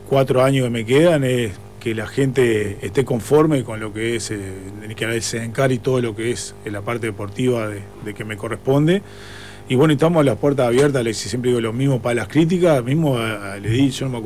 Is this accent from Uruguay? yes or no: yes; San Carlos, Maldonado, Uruguay; yo soy de San Carlos, cabeza. Sí. Vos sabés que soy de San Carlos.